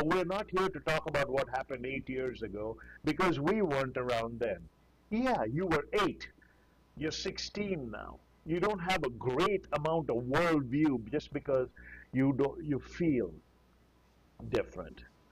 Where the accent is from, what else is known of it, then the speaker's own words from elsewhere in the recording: India; now in United States; I'm from India. I'm a first-generation migrant. I came into this country legally.